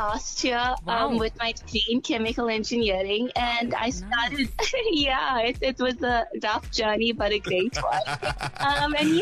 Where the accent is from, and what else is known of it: South Africa